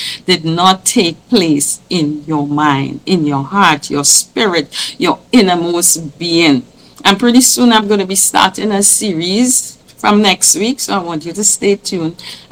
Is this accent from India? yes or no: no; Trinidad & Tobago; but I love being a Trinidadian.